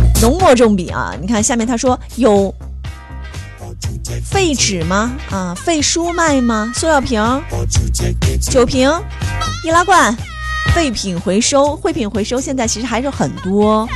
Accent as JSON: {"language": "Chinese", "town": "Guiyang", "region": "Guizhou", "country": "China", "tie": "born or raised there", "said": "反正以前我小的时候在家里那边，因为我们家是贵阳，特别爱吃这种豆腐脑"}